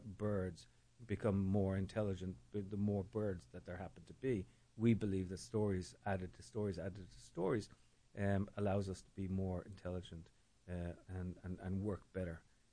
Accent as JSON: {"language": "English", "town": "Dublin", "region": "Leinster", "country": "Ireland", "tie": "born there", "said": "I was born in Dublin"}